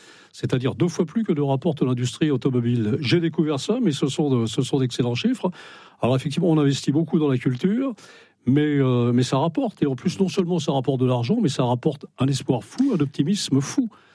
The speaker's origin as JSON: {"language": "French", "region": "Brittany", "country": "France", "said": "c'est pas parce que je suis breton que je ne fais pas partie. Nous avons été vassalisés par l'histoire de France, nous sommes bretons malgré nous."}